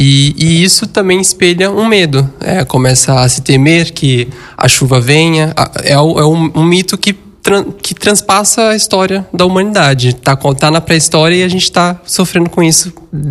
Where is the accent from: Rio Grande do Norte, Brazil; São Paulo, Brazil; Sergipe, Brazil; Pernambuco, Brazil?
São Paulo, Brazil; moved away as an adult; now in Rio Grande, Brazil; eu mesmo não sou daqui, sou de São Paulo, mas moro aqui há 10 anos